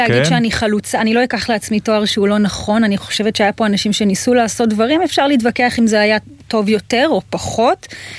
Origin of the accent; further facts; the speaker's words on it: Petah Tikva, Central District, Israel; אני פתח תקוואי דור שלישי